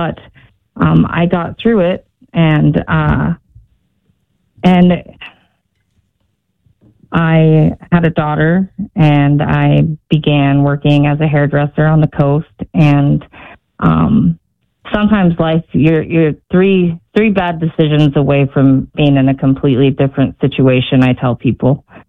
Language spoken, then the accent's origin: English; Newport, Oregon, United States; my world growing up, I grew up on the Oregon coast, Newport, right on the water.